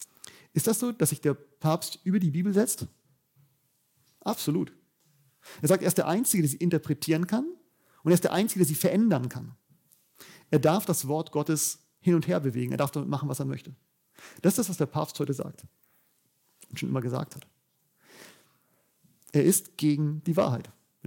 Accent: Bavaria, Germany; In dem Dorf, wo ich gerade wohne, ich komme aus Bayern, da sind immer diese Prozessionen

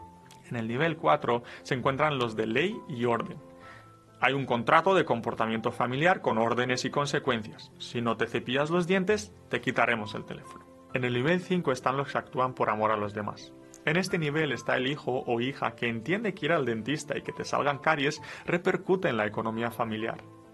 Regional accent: Romania; Spanish is a second language; now in Spain; yo no soy español, soy de Rumanía, entonces a veces me cuesta y tengo que traducir las cosas del castellano al rumano.

